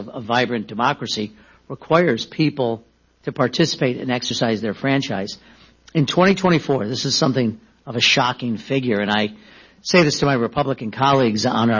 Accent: Rochester, New York, United States; I come from Rochester, New York, the home of Susan B. Anthony and the adopted home of Frederick Douglass, where he printed the North Star newspaper about a mile from my district office.

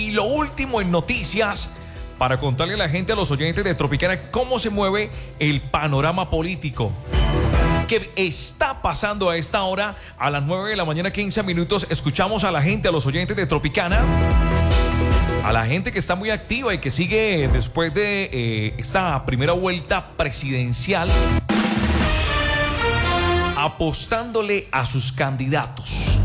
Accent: Colombia; Yo no quiero que nadie se vaya de mi tierra.

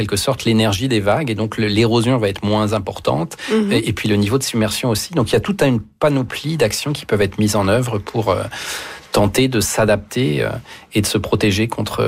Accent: Hauts-de-France, France; Moi, j'ai grandi dans le au nord de Paris, mais c'est en Picardie, en fait.

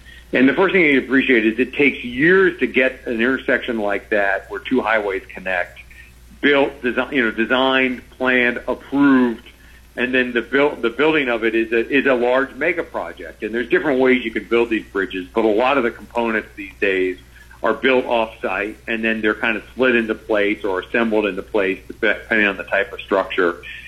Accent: Stuart, Florida, United States; born or raised there

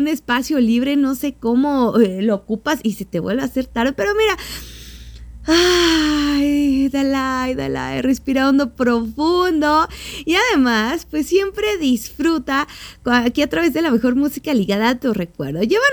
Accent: Mexico; así somos los mexicanos, es algo que ya traemos en la sangre

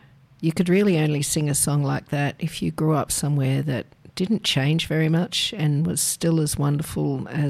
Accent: Sydney, New South Wales, Australia; I grew up in Toongabby in Western Sydney

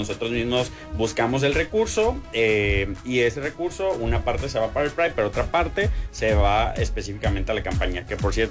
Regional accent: Sonora, Mexico; now in Puerto Vallarta, Mexico; Yo soy de Sonora. Vengo acá en Puerto Vallarta casi 8 años

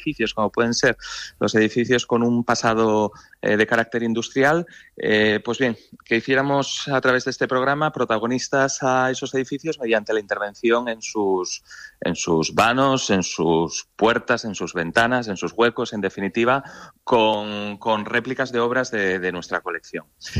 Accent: Gijón, Asturias, Spain; porque yo al fin y al cabo soy de Gijón, que es cima de Villa

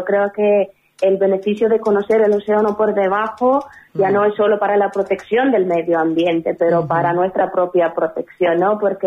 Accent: Bulgaria; moved away; porque yo soy, como ya dijimos … soy de Bulgaria

